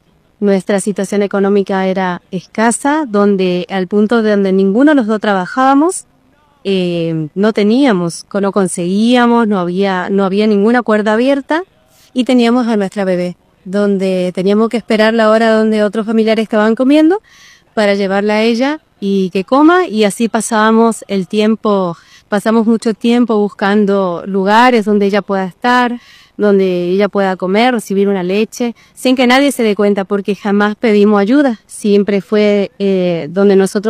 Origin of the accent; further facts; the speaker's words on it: Goya, Corrientes, Argentina; also born or lived in Tandil; soy de Goya Corrientes, de la Iglesia Universal de Goya.